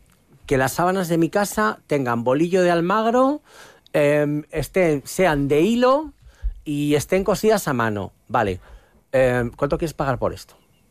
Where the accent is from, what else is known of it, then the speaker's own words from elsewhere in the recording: Villafranca de los Caballeros, Castilla-La Mancha, Spain; born there; en mi pueblo, en Villafranca